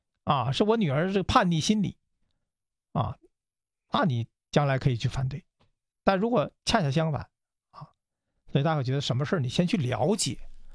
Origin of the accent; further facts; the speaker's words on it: China; 我们中国人